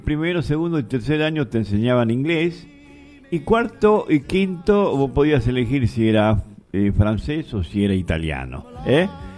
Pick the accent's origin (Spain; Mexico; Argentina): Argentina; los argentinos estamos tan acostumbrados a escuchar la música, ya sea en nuestro idioma o en inglés.